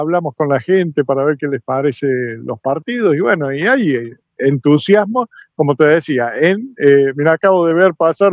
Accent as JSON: {"language": "Spanish", "region": "Córdoba", "country": "Argentina", "moved": "yes", "lives_now": "Canada", "said": "para nosotros los cordobeses"}